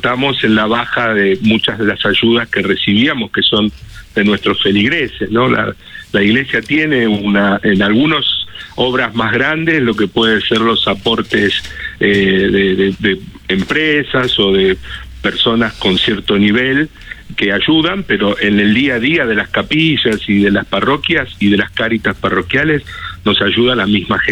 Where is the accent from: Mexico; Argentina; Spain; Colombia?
Argentina; Sí, como argentino, como cristiano, también como parte de una humanidad